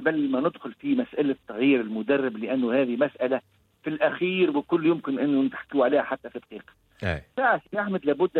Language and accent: Arabic; Tunisia; أنا كمواطن تونسي عايش في البيت ونشوفهم بعينين.